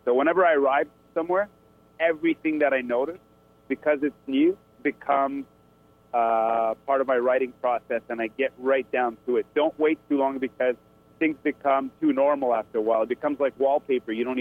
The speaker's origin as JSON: {"language": "English", "country": "Canada", "said": "I'm pretty much giving my perspective as the Canadian neighbor on what's going on in the States right now"}